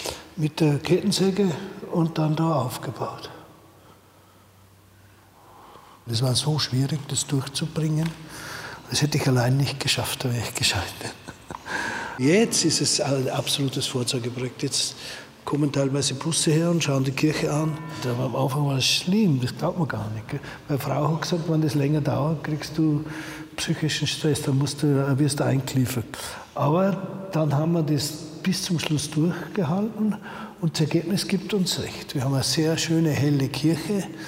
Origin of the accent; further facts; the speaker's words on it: Nebelberg, Upper Austria, Austria; Das ist eigentlich mein Heimatort. Das heißt, wir haben ja in Österreich, das war ja eine kleine Gemeinde Nebelberg und Kohlerschlag war unsere Pfarrgemeinde.